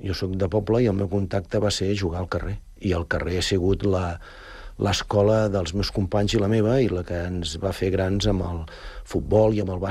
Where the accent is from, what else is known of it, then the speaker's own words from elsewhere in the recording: Sant Vicenç de Castellet, Catalonia, Spain; moved away as an adult; now in Sant Cugat del Vallès, Spain; La meva infància, la meva adolescència, els millors anys de la meva vida hem passat a Sant Vicenç.